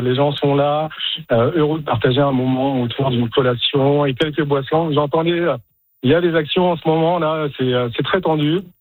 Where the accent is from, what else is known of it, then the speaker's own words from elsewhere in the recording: France; now in Saskatoon, Canada; je suis originaire de France.